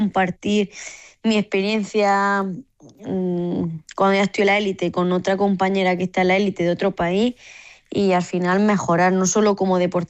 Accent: Granada, Andalusia, Spain; para mí como granadina estar a una hora de casa

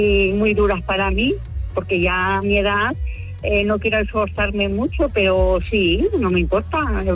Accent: La Solana, Castilla-La Mancha, Spain; now in Toledo, Spain; yo soy de La Solana, de Ciudad Real.

